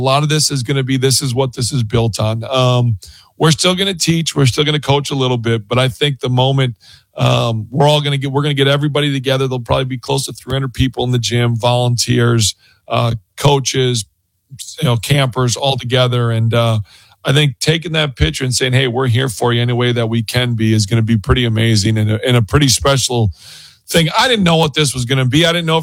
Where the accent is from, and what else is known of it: Wisconsin, United States